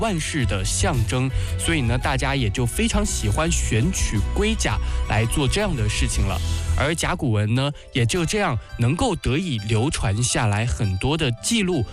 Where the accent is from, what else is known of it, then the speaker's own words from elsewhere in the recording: China; 我们中国人